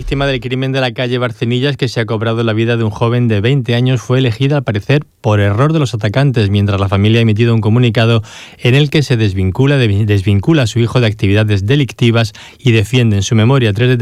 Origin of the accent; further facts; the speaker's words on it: Northern Norway, Norway; Yo soy del norte de Noruega, ahora mismo están allí a 7 grados y allí como mucho hemos llegado a los 20 en verano